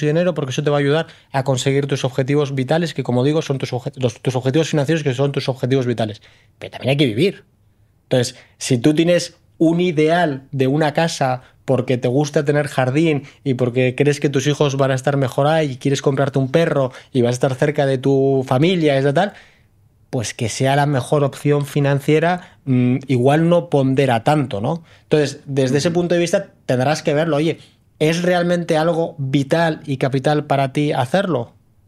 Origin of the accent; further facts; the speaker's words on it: Bilbao, Basque Country, Spain; moved away as an adult; also born or lived in Madrid / Geneva / Curaçao; now in Zurich, Switzerland; yo soy de Bilbao, enseguida me fui a vivir a Madrid, luego me fui a Ginebra, luego me fui a Curazao, luego volví a Zúrich.